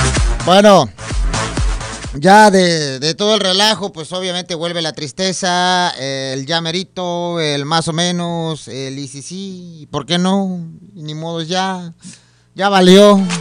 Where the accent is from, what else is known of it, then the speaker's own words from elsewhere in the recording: Mexico; Pero pues, soy mexicano. Y hasta el nopal en la frente.